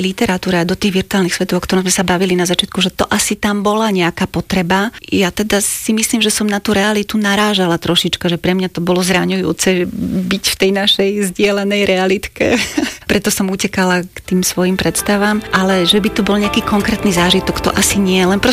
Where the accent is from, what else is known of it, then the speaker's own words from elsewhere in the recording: Bratislava, Bratislava Region, Slovakia; Klasický model, žili sme v Bratislave, ja som rodina Bratislavčanka.